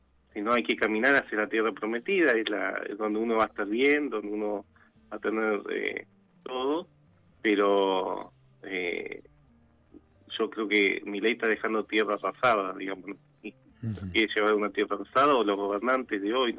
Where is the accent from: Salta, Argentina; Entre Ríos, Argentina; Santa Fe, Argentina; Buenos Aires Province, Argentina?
Buenos Aires Province, Argentina; Mar del Plata; born there; now in Bernal, Argentina; nací en Mar del Plata, pero vivo actualmente en Bernal, soy sacerdote